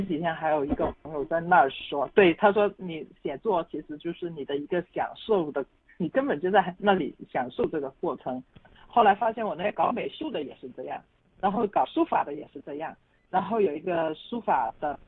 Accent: Guangdong, China; 我们广东人的话，可能还会更安逸一点。

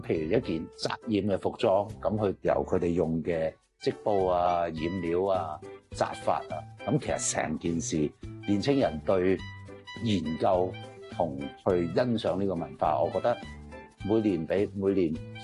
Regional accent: Hong Kong; 我觉得就作为一个真是本土土生土长的香港人，

